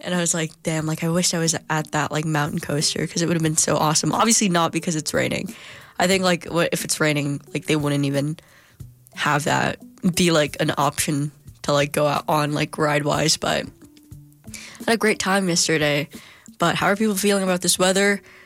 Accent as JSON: {"language": "English", "country": "Philippines", "said": "and I'm Filipino, so a lot of the, and so like this NBA finals, there's like a Filipino"}